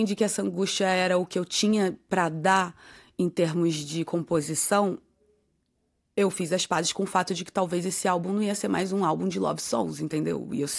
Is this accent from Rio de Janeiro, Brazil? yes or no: yes; Rio de Janeiro, Brazil; o tanto que ela me influenciou na minha infância lá no Rio